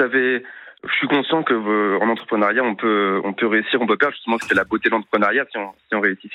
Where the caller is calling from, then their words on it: Paris, Île-de-France, France; j'ai 32 ans, j'habite à Paris. Enfin, oui. J'habitais à Paris